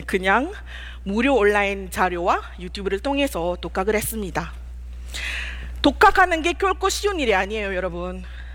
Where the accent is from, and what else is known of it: Malaysia; Korean is a second language